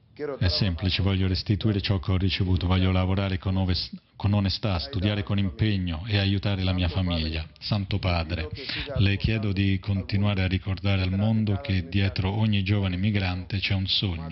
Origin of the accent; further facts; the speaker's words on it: Senegal; now in Spain; vengo dal Senegal, ho 20 anni.